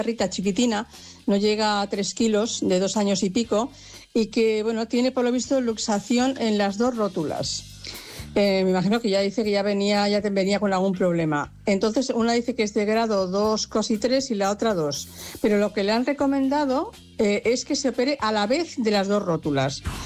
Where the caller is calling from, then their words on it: Cornellà de Llobregat, Catalonia, Spain; aquí de Cornellá.